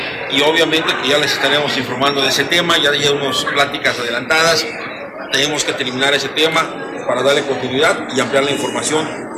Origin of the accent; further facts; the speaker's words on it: Cozumel, Quintana Roo, Mexico; todos los que fuimos niños, crecimos, lo desarrollamos en Cozumel.